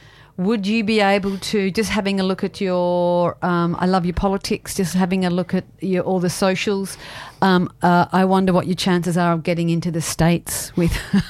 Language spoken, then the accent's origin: English; Sydney, New South Wales, Australia; I remember growing up in Sydney